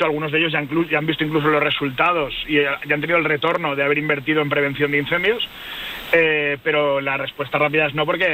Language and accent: Spanish; Valencia, Valencian Community, Spain; pero yo, por ejemplo, soy de Valencia y en mi tierra hay muy poquitas empresas